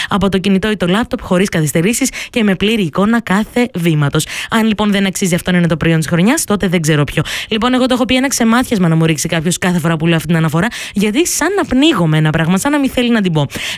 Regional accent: Thessaloniki, Central Macedonia, Greece; στη Θεσσαλονίκη μου, στην πόλη μου

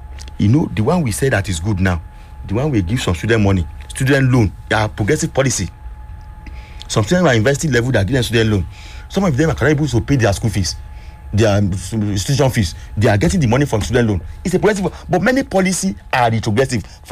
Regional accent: Kwara, Nigeria; because I'm from Kwara.

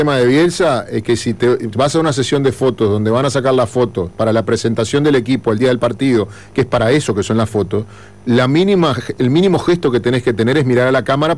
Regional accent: Uruguay

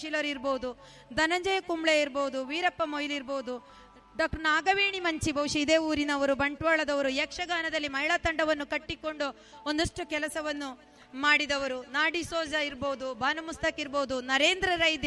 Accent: Dakshina Kannada district, Karnataka, India

